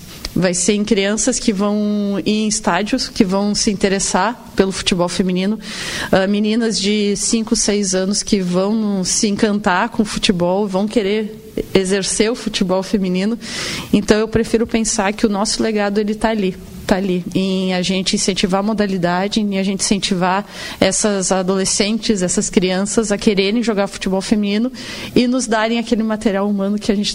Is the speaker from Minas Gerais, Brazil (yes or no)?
no; Caxias do Sul, Rio Grande do Sul, Brazil; eu sou de Caxias